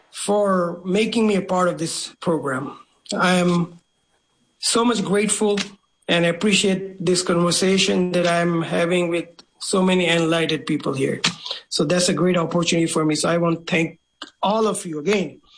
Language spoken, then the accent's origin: English; India; born or raised there